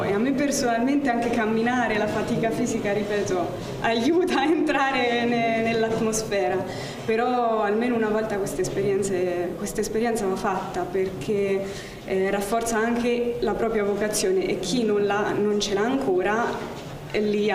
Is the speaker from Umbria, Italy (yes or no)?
yes; Perugia, Umbria, Italy